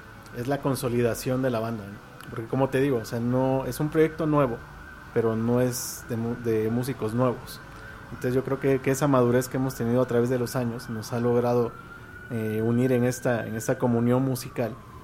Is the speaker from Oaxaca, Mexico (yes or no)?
yes; Oaxaca, Mexico; nosotros somos del sur, Sí, nosotros somos de Oaxaca, que es, está en el sur de México, y venimos al sur.